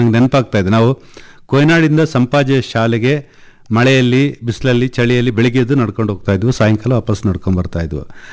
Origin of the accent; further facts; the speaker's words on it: Kodagu, Karnataka, India; ನಮ್ಮ ಊರಲ್ಲಿ, ನಮ್ಮ ಕೊಡಗಿನಲ್ಲಿ